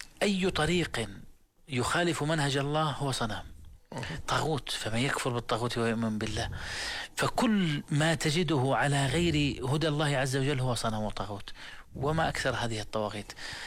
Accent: Jordan; انا بس بنتمي لبلدي، انا من الاردن بس بدافع.

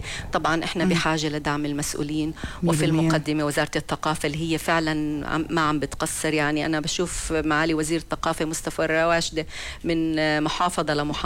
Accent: Salt, Balqa Governorate, Jordan; accent: Salti; حتى انا بدي ارجع استعيد لهجتي لانه احنا مع شغلنا بالخارج واختلاطنا مع يعني زملائنا من العربيه

